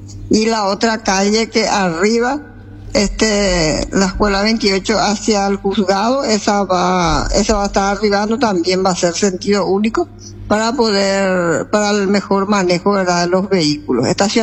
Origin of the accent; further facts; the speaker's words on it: Paraguay; estamos obligados como paraguayos, como ciudadanos.